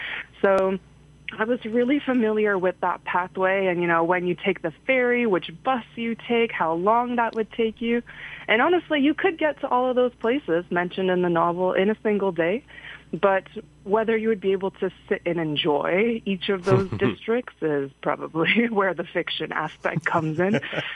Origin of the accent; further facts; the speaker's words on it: Toronto, Ontario, Canada; born there; also born or lived in Istanbul, Turkey; So I really did grow up partially in Istanbul and partially in the Toronto area.